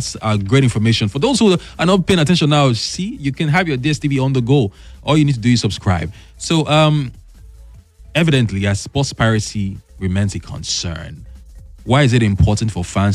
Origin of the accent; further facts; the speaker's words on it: Edo, Nigeria; I'm from Edo State